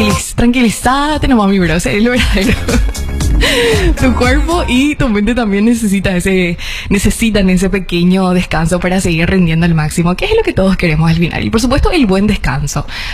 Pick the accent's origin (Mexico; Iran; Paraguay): Paraguay; realidades que como paraguayos, claro, nos azotan bastante.